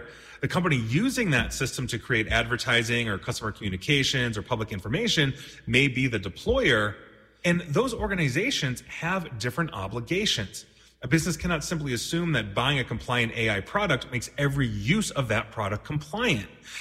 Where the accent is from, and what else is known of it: Canada